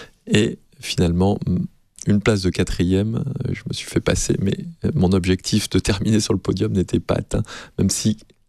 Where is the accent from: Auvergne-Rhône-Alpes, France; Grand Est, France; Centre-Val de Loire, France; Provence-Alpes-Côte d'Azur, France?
Provence-Alpes-Côte d'Azur, France; Nice; en tant que petit niçois, vous l'avez compris, les Magnoliards, Raoul Dufy, rien ne me prédestinait à devenir navigateur professionnel